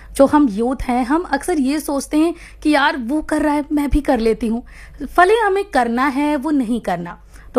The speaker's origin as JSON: {"language": "Hindi", "town": "Gonda", "region": "Uttar Pradesh", "country": "India", "said": "मैं अयोध्या के एक शहर गोंडा की रहने वाली हूँ।"}